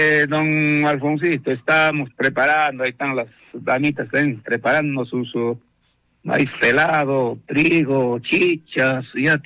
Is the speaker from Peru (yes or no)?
yes; Peru; todos los que somos hijos de Coypapampa vamos a llevar la retama.